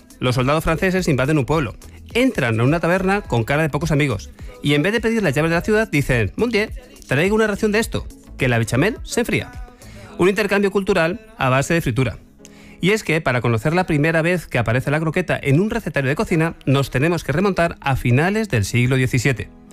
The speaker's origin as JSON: {"language": "Spanish", "country": "Spain"}